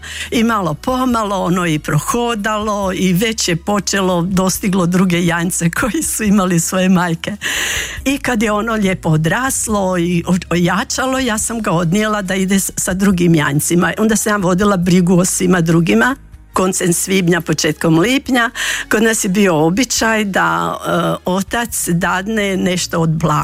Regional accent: Grabovica, Federation of Bosnia and Herzegovina, Bosnia & Herzegovina; born there; A ja sam rođena u Grabovici, znači općina Tomislavgrad.

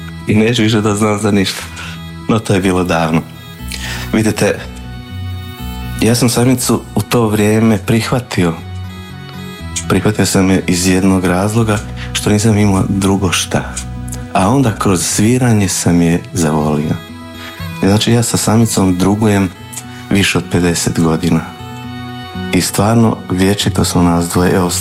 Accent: Drenovci, Vukovar-Srijem County, Croatia; now in Osijek, Croatia; rodom sam iz Drenovaca, živim u Osijeku već 40 godina.

